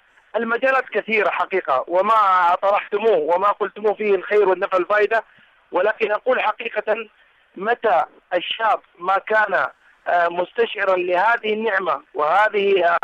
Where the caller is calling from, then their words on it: Mecca, Makkah Province, Saudi Arabia; أقول لكم من مكة المكرمة